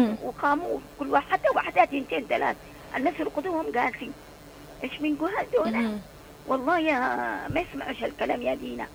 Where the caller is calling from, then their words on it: Aden, Yemen; في عندنا في عدن